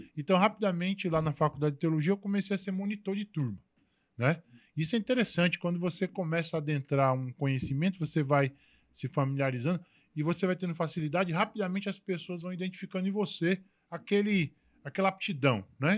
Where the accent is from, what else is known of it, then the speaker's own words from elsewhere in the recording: Mogi das Cruzes, São Paulo, Brazil; moved away as an adult; now in Ceará, Brazil; eu sou de Mogi das Cruzes, natural. Mogi das Cruzes, São Paulo, nasci em 1979, 27 de fevereiro.